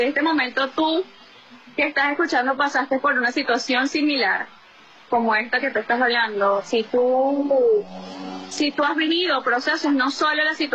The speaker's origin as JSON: {"language": "Spanish", "country": "Venezuela", "said": "porque así somos las venezolanas, somos mujeres aguerridas, echadas para adelante, que no nos detenemos ante las circunstancias."}